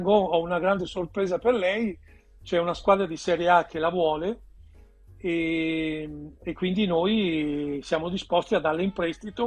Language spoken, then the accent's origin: Italian; Veneto, Italy; io sono cresciuto a pane e terroni, diciamolo, da ragazzini nel nostro Veneto, nel nostro quartiere, nel nostro rione